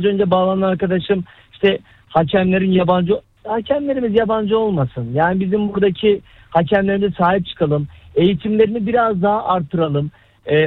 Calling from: Istanbul, Turkey; İstanbul'dan.

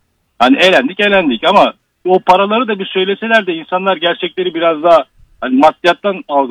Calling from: Istanbul, Turkey; İstanbul'dan arıyorum.

